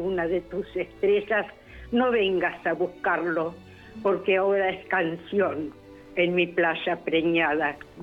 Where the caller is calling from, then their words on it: Bahía Blanca, Buenos Aires Province, Argentina; Estoy en Bahía Blanca … de Bahía Blanca.